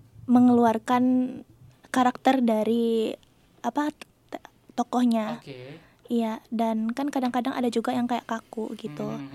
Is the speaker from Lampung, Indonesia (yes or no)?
no; West Kalimantan, Indonesia; Oke, kalau dari aku kan dari Kalimantan ya, Kalimantan Barat. Dan di sana itu kurang banget teaternya, maksudnya bahkan kayaknya gak ada deh di teater di sana.